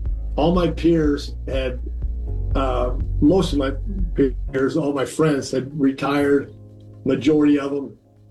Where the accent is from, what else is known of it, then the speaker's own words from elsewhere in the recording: North Baltimore, United States; I would say, you know, I'm a hick from North Baltimore. Nobody ever expected me to do this.